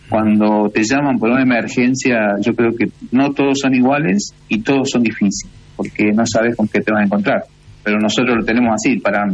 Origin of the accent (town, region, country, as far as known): Mendoza, Argentina; born there; now in Coronel Moldes, Argentina